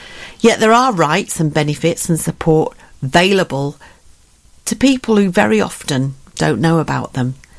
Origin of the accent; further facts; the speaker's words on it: Yorkshire and the Humber, United Kingdom; growing up in North Yorkshire will do for a girl with that much dry stone walling around.